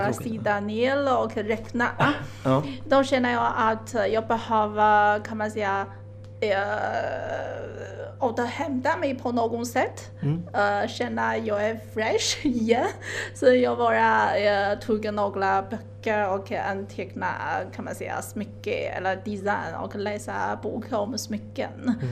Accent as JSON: {"language": "Swedish", "country": "China"}